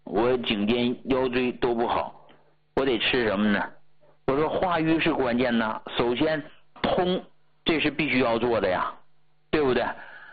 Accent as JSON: {"language": "Chinese", "region": "Heilongjiang", "country": "China", "moved": "yes", "said": "中国最冷的地方在黑龙江啊，对吧？我就是黑龙江出来的。"}